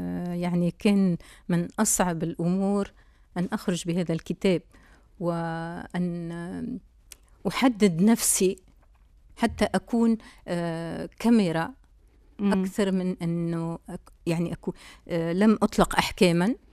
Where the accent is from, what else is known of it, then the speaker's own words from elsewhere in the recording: Tunisia; also born or lived in Palestine; أنا تونسية وسأبقى تونسية